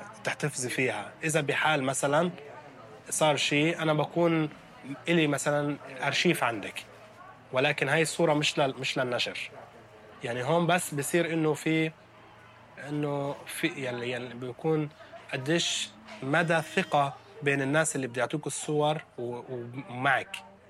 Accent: Palestine; now in Lebanon; نحن بالمخيمات كفلسطينيين

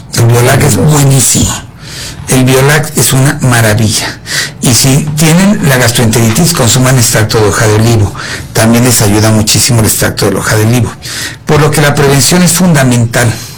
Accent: Coacalco, State of Mexico, Mexico; Yo soy de aquí de Coacalco Ranch

